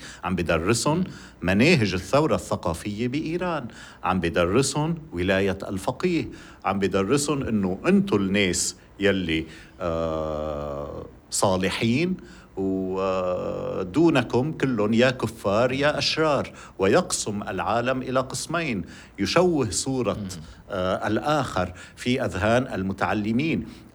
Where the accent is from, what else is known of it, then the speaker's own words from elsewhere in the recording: South Governorate, Lebanon; أنا ابن الجنوب بسهر بالضياع المسيحية وهذا مصدر غنى ورائع بالنسبة لنا.